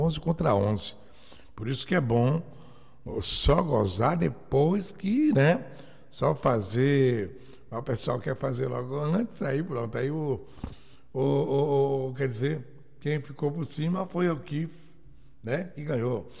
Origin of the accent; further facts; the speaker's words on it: Brazil; somos brasileiros, que nós somos brasileiros, nós temos muito orgulho de ser brasileiro